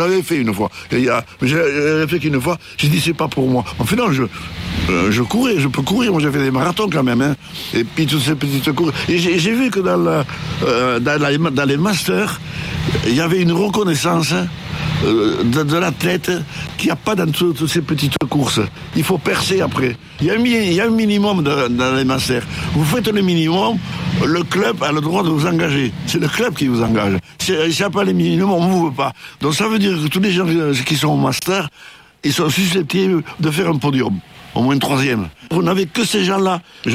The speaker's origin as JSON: {"language": "French", "town": "Paris", "region": "Île-de-France", "country": "France", "tie": "born there", "moved": "yes", "lives_now": "Saint-Rome-de-Tarn, France", "said": "quand j'étais jeune à Paris, j'avais été au club de marche de Montreuil"}